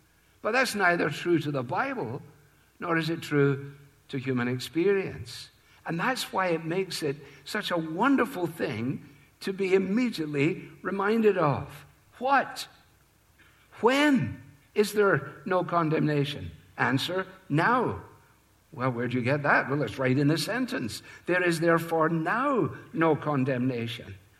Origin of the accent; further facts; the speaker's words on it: Scotland, United Kingdom; as a Scotsman